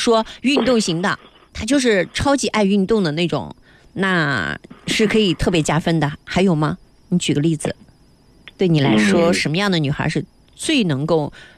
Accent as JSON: {"language": "Chinese", "region": "Xinjiang", "country": "China", "said": "因为我家是新疆的嘛"}